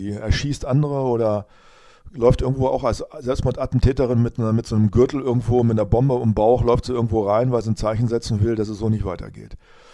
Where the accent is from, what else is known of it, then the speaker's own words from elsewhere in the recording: Rinteln, Lower Saxony, Germany; ich bin da zwar nicht gläubig geworden, aber eigentlich doch und auch aufgewachsen in der Jesus-Gemeinde in Rinteln.